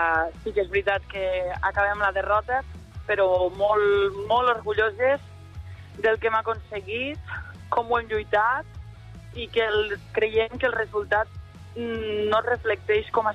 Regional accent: Catalonia, Spain; estem formades per jugadores d'aquí, som catalanes, la gran majoria

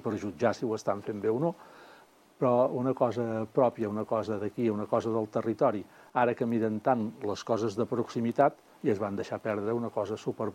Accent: Manresa, Catalonia, Spain; born there

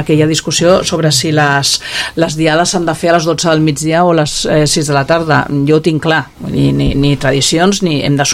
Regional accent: Cubelles, Catalonia, Spain; els que som de Cubelles de tota la vida, jo la meva família no ve de pagès, però nosaltres no... Jo sempre dic que soc de Cubelles de tota la vida, però els meus pares no ho eren

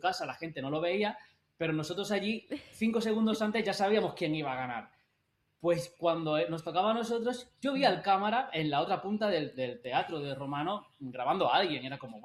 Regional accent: Andalusia, Spain; somos los únicos andaluces

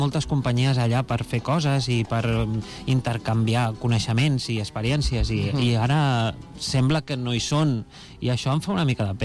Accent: Badalona, Catalonia, Spain

